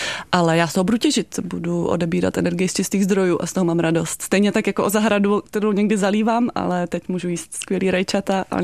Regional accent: Prague, Czechia; Žiju celý život v Praze, narodila jsem se v Praze, ale začala jsem mít pocit, že už Praha pro mě není

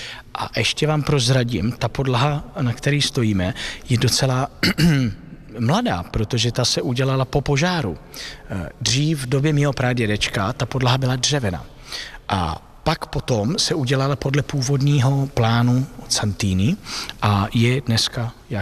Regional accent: Italy; now in Czech Republic; Já jsem vyrostl v Itálii

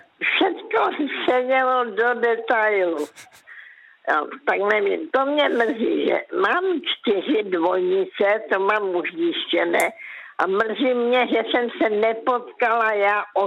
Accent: Karolinka, Zlín Region, Czechia; já pocházím z Karolinky a jela jsem do Velkých Karlovic

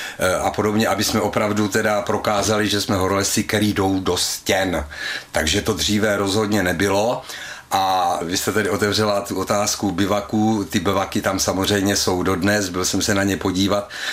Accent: Hradec Králové, Hradec Králové Region, Czechia; moved away as an adult; now in Budislav, Czechia; Já jsem původně z Hradce Králové. Na Budislavě žiju 13 let a žiju tam proto, že tam je, dá se říci, téměř panenská příroda. Jsou tam lesy neponičené žádnými exhalacemi.

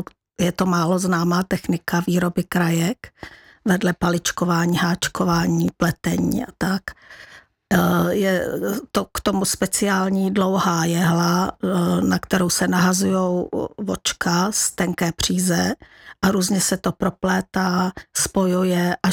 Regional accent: Kladruby, Plzeň Region, Czechia; Já jsem z Kladrob u Stříbra.

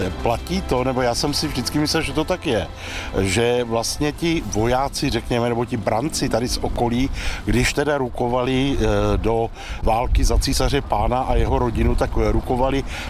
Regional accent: Zábřeh, Olomouc Region, Czechia; já jsem ze Zábřeha

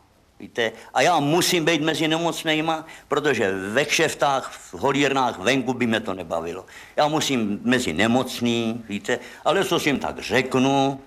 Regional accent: Komařice, South Bohemian Region, Czechia; Já jsem z Komářic

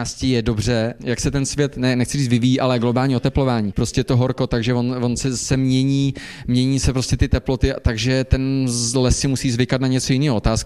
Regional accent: Železná Ruda, Plzeň Region, Czechia; doteďka byly v HKO, v okolo Železnorudska, odkud pocházím, a to jsou většinou hospodářský lesy.

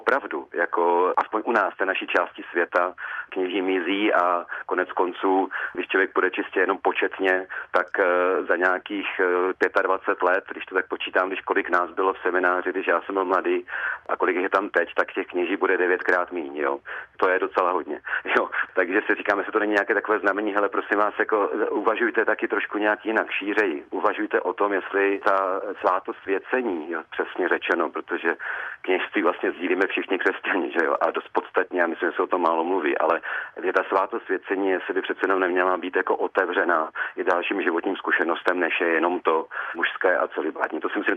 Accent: Brno, South Moravian Region, Czechia; protože jsem rodilý Brňák

